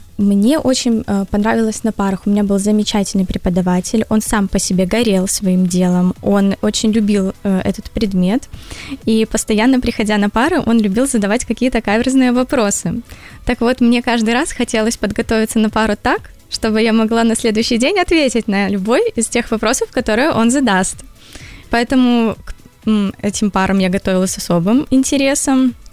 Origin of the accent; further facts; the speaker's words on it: Mogilev, Mogilev Region, Belarus; Ну, начнем с того, что я сама из Могилева.